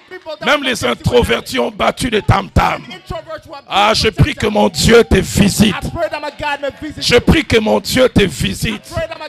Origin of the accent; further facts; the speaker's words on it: Kinshasa, DR Congo; Chez nous, à Kinshasa, on dit ceci.